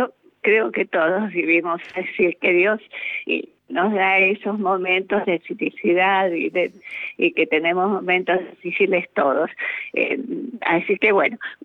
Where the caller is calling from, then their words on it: Buenos Aires, Argentina; de Belgrano